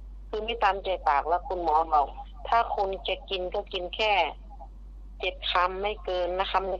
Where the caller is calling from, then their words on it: Northern Thailand, Thailand; หนูเป็นคนเหนือเนาะหนูชอบกินข้าวเหนียว